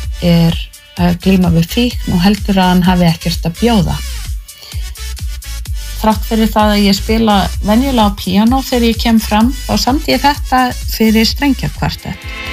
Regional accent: Montreal, Quebec, Canada; also born or lived in Iceland; og ég er lagahöfundur og tónskáld og söngkona. Ég fættist á Íslandi en ég ólst upp í Montreal í franskumælandi Kanada.

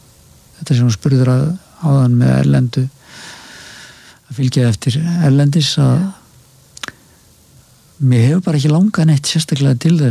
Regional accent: Eastern Region, Iceland; ég er alveg austfyrðingur. Föður fólki sem sagt að Borgarfjörð líka og svo ofan að héraði úr Hjaltastaði þingáni

